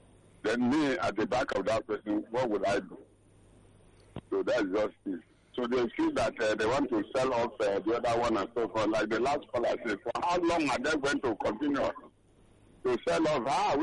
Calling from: Okota, Lagos, Nigeria; is calling from Okota.

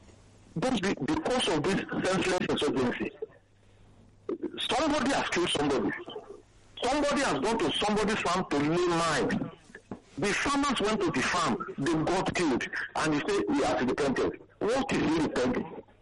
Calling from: Ikeja, Lagos, Nigeria; I'm calling from Ikoja.

